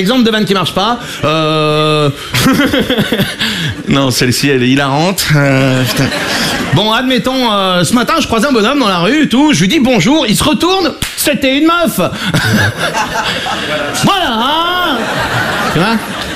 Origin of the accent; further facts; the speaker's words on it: Brittany, France; je suis breton... J'ai 21 ans.